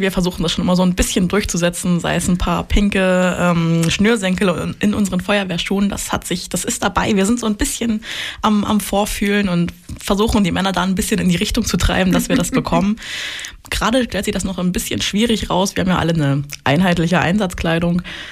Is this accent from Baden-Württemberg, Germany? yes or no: no; Weißwasser, Saxony, Germany; Ich komme eigentlich aus Weißwasser, also tatsächlich ein ganz gutes Stück von Hoyerswerda weg.